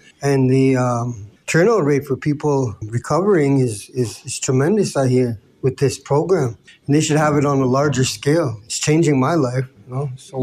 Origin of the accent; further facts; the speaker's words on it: Saskatoon, Saskatchewan, Canada; because I'm from Saskatoon, that Saskatoon does not have a drug treatment court